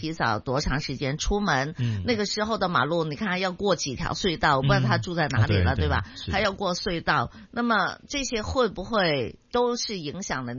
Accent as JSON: {"language": "Chinese", "country": "China", "said": "对于我们中国人来说呢，这个下跪哈"}